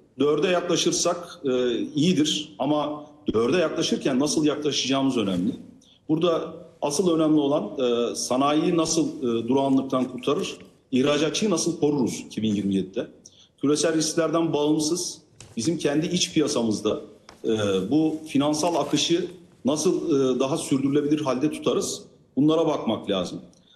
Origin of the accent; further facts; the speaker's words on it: Aydın, Turkey; Efeler Diyarı Aydın'ın, yani memleketimin İşgalden kurtuluş yıl dönümü.